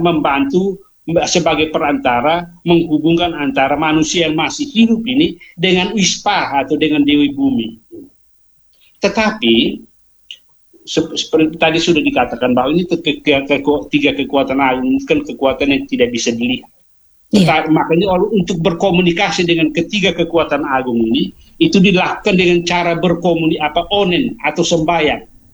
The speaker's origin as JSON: {"language": "Indonesian", "region": "East Nusa Tenggara", "country": "Indonesia", "said": "Nah, kita sekarang ini, Ibu, kalau kami orang Timur yang berbahasa Dawan, yang walaupun sudah beragama itu, menyebut Tuhan Allah itu dengan istilah Wisnu."}